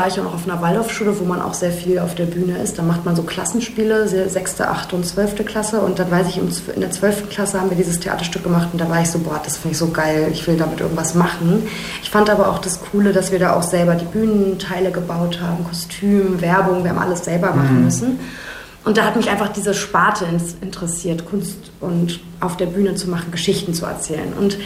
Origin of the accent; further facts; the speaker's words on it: Berlin, Germany; ich bin in Berlin groß geworden, bin auch Berlinerin und bin lustigerweise auch in so einem Haus groß geworden, wie das wir im Stück eigentlich haben, in einem Hausprojekt mit meinen Eltern.